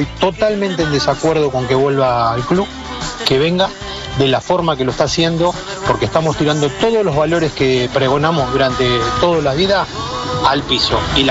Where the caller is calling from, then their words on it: La Plata, Buenos Aires Province, Argentina; de La Plata.